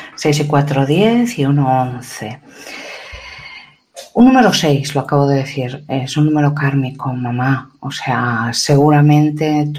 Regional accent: Ukraine; Por lo menos en mi país, de Ucrania, pues básicamente no se dice nada

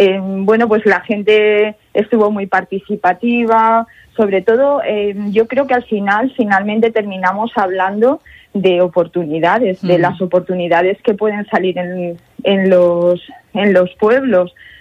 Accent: Buenasbodas, Castilla-La Mancha, Spain; realmente es el territorio mío originario, es decir, yo soy de Buenas Bodas, natural de Buenas Bodas de La Jara

